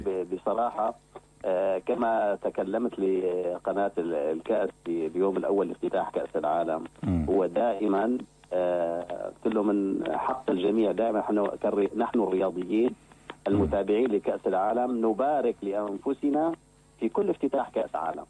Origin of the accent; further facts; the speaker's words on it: Syria; نحن في سوريا